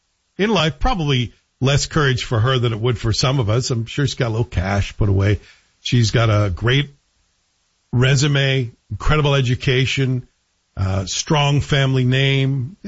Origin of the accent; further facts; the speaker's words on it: Toronto, Ontario, Canada; also born or lived in Glasgow; I do kind of miss my hometown a bit, which I consider to be Toronto. It's where I spent my most formative years. Certainly not moving back to Glasgow, I'll tell you that right now.